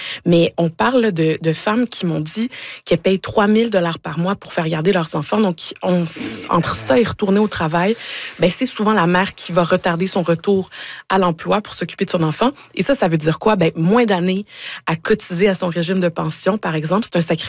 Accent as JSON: {"language": "French", "town": "Gatineau", "region": "Quebec", "country": "Canada", "said": "Je vous avoue, je suis originaire de Gatineau, puis j'ai de la famille là-bas."}